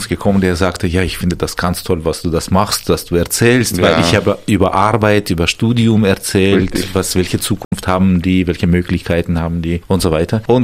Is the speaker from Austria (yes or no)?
no; Armenia; moved away; woher kommst du? Armenien